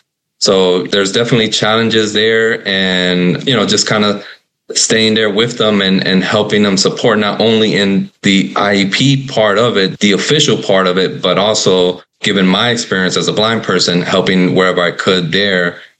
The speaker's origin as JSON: {"language": "English", "region": "Florida", "country": "United States", "tie": "born or raised there", "said": "because they're here from my home state of Florida"}